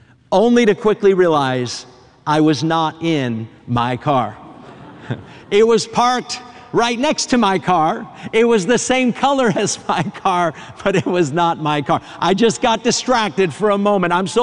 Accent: New Hampshire, United States; I was in high school growing up in New Hampshire.

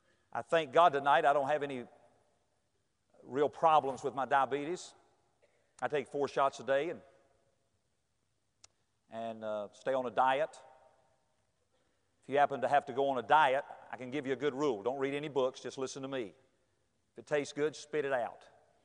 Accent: North Carolina, United States; born or raised there

